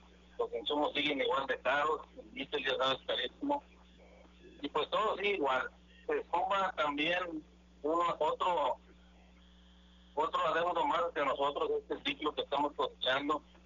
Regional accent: Tamaulipas, Mexico

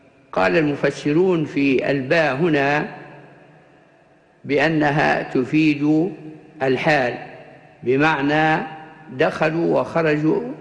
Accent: Libya; accent: Libyan; وقد عرفنا في لهجتنا الليبية هذا اللفظ في العامية الليبية

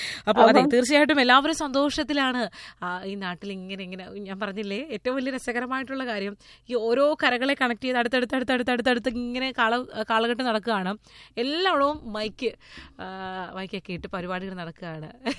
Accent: Onattukara, Kerala, India; ഞങ്ങൾ ഓണാട്ടുകരക്കാർ.

